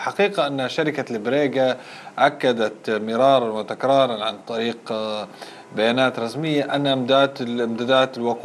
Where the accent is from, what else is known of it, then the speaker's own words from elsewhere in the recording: Libya; انتظرنا كليبيين وكمهتمين بالشأن الاقتصادي وصحفيين